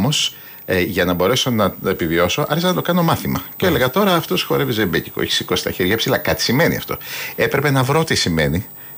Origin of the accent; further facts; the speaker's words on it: Athens, Attica, Greece; born there; also born or lived in Mumbai, India; Όταν ήρθα εδώ στην Αθήνα ήμουνα ένας μπέμπις που δεν τον έπιανε το μάτι σου.